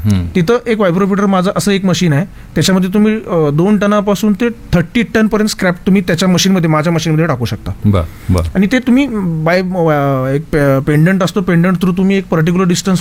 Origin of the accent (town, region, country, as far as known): Pune, Maharashtra, India